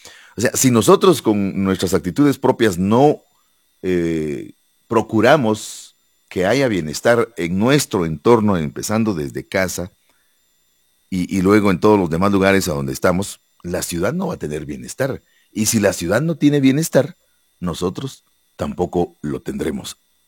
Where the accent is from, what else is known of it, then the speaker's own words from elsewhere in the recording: Guatemala; que nuestra Guatemala sea mucho mejor.